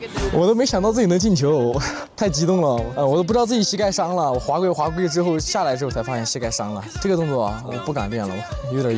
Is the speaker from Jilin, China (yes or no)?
no; Hubei, China; now in Yunnan, China; 我是湖北人，现在适应了，刚开始来不怎么适应